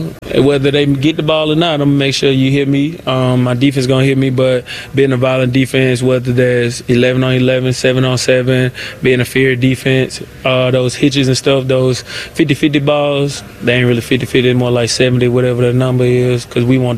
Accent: Jacksonville, Florida, United States; Yeah, I go back to my hometown, man. Yeah. Jacksonville, that's where I got drafted there, so you know I'm ready.

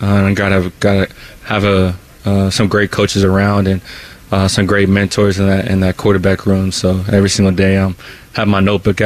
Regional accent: Texas, United States; moved away as an adult; I'm from Texas

